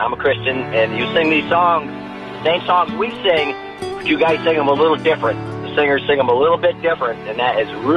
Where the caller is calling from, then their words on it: Jacksonville, North Carolina, United States; I'm from Jacksonville, North Carolina.